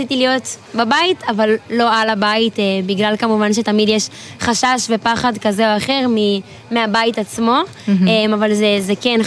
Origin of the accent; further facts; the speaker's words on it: Eilon, Northern District, Israel; אני מהגליל המערבי